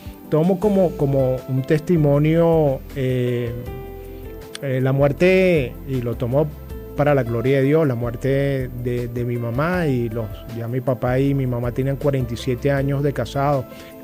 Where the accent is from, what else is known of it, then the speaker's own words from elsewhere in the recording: Venezuela; nosotros como seres humanos y como venezolanos sufrimos.